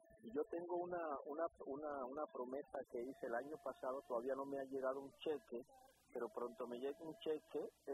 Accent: Colombia; yo soy pentecostal, yo soy de Colombia

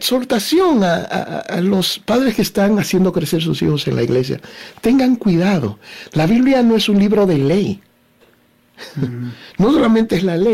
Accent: Dominican Republic; yo soy de una isla, yo soy dominicano.

